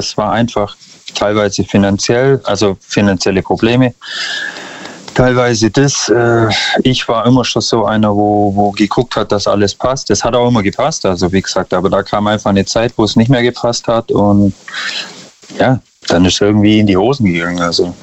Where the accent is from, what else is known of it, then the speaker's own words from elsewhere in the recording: Ulm, Baden-Württemberg, Germany; Ich bin aus Ulm, Neum.